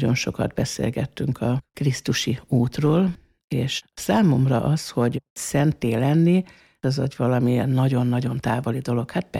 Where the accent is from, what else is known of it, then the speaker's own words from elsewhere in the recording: Fót, Pest, Hungary; born there; Fóton születtem, és élek most már 62 éve férjemmel